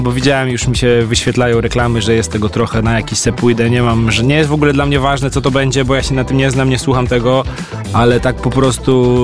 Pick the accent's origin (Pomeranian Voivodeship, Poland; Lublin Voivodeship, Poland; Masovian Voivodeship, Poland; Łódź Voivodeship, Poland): Masovian Voivodeship, Poland; Warsaw; No bo ja jestem z Warszawy.